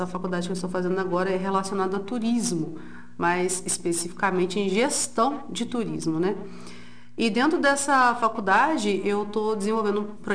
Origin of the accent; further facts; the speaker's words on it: Santos Dumont, Minas Gerais, Brazil; eu sou de Santos Dumont